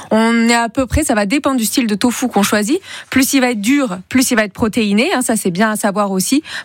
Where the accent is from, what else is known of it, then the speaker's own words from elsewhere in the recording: France; en tant que Français